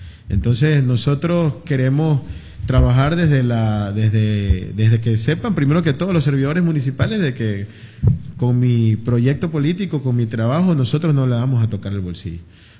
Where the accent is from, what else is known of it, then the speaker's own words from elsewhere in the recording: Jaramijó, Manabí, Ecuador; born there; soy un hijo nacido de Jaramijó